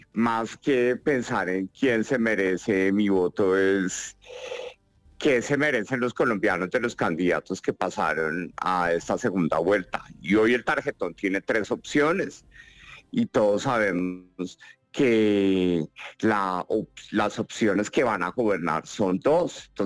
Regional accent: Colombia; Yo quiero, como colombiano, poder usar una de las tres.

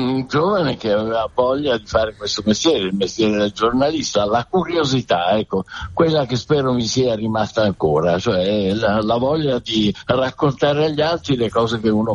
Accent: Catania, Sicily, Italy; Io sono catanese, ci sono tanti luoghi comuni

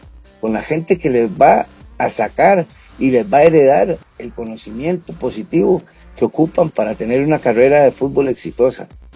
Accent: Costa Rica; en Costa Rica creamos que un jugador de 23, de 24 años, entre los 21 y los 24 años es joven.

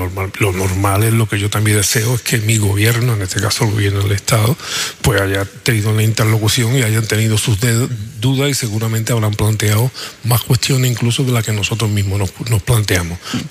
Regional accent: Andalusia, Spain; Lo mismo que Andalucía, mi tierra, es una tierra fronteriza y tenemos también problemas específicos.

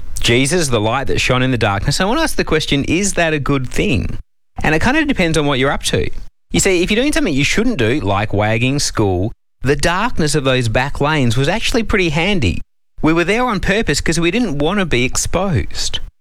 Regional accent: Perth, Western Australia, Australia; I grew up in Subiaco, and one of the things about Subi is that because it's an old suburb, it has those old laneways behind the houses.

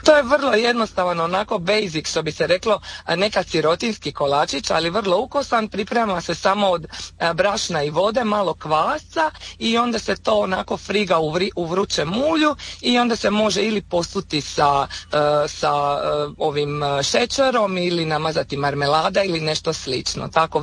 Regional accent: Preko, Zadar County, Croatia; kod nas u Preku na Mulu.

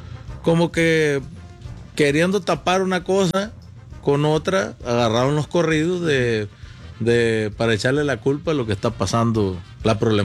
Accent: Culiacán, Sinaloa, Mexico; born there; Yo nací en Culiacán, Sinaloa.

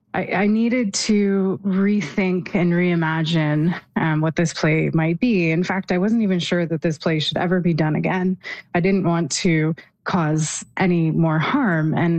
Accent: Ontario, Canada; So I should say I'm from Huron County, which is the region that Alice Munro grew up in.

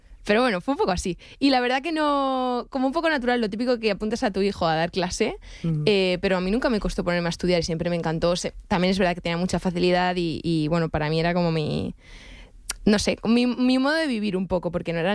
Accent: Madrid, Community of Madrid, Spain; Pero yo sí, soy madrileña.

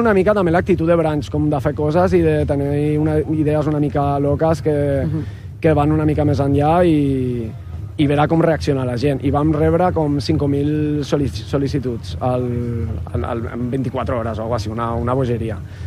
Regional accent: Region of Murcia, Spain; Catalan is a second language; moved away as an adult; now in Barcelona, Spain

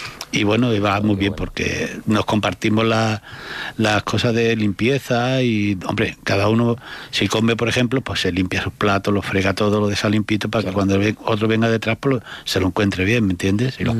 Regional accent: Morón de la Frontera, Andalusia, Spain; Yo soy de Sevilla, de Morón de la Frontera.

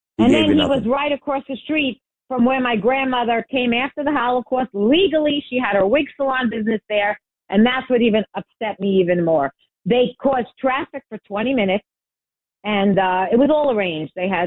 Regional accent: Brooklyn, New York, United States; I was born in Maimonides. I grew up in Flatbush, Brooklyn, always in Borough Park because of my bubby, you know, my grandmother.

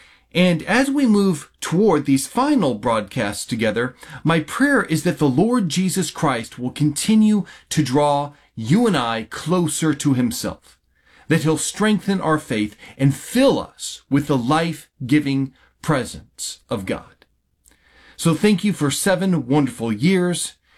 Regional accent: Kentucky, United States; now in Renton, United States; my family and I have decided, after much prayer, much consideration, to move back to my home state of Kentucky.

